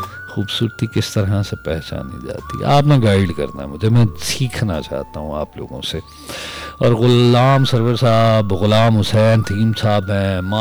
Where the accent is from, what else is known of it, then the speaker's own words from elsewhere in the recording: Lahore, Punjab, Pakistan; پاکستان کے لاہور سے ہوں میں, اور لاہور سے شو کر رہا ہوں میں